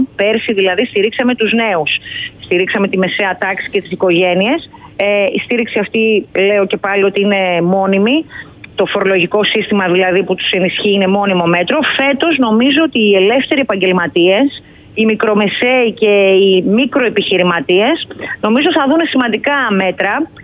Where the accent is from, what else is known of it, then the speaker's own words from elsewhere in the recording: Grevena, Western Macedonia, Greece; Είναι το χωριό μου και πιστέψτε με ότι κάθε φορά που έφευγα από την Αθήνα για να πάω στο χωριό μου στα Γρεβενά.